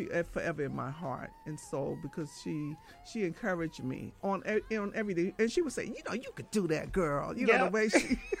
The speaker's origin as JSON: {"language": "English", "town": "New York City", "region": "New York", "country": "United States", "said": "we both lived in Brooklyn. We came from Brooklyn"}